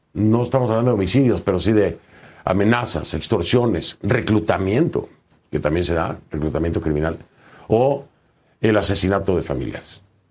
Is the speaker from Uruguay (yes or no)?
no; Mexico; la experiencia que yo como mexicano tengo de mi país